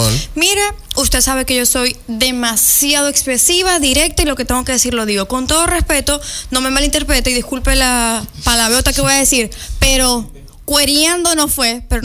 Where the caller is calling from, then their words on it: Maracaibo, Zulia, Venezuela; yo soy maracucha